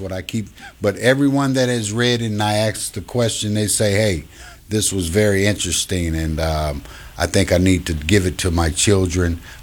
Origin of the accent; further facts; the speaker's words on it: Chicago, Illinois, United States; And I grew up in Chicago, traveled about, came back to Chicago